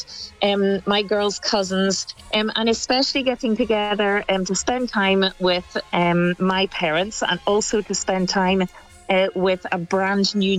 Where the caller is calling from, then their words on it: Peterhead, Scotland, United Kingdom; We are from Peterhead, yes, in Scotland.